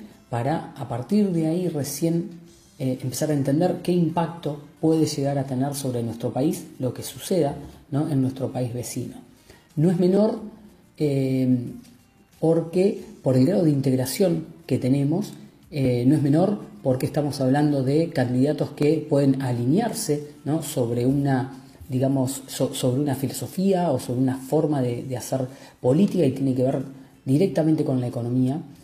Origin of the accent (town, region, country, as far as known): Argentina